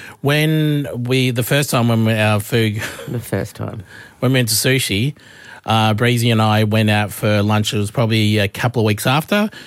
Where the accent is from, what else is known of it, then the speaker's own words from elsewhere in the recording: Australia; I'm the Australian Oprah Winfrey.